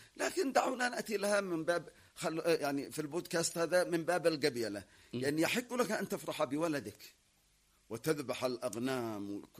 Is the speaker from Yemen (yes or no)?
yes; Yemen; بالنسبة لنا كيمنيين